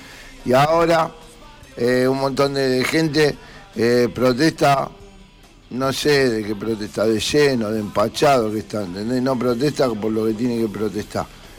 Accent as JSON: {"language": "Spanish", "town": "Rosario", "region": "Santa Fe", "country": "Argentina", "tie": "born there", "said": "Yo nací en Rosario... Y en Rosario me voy a retirar en mi club"}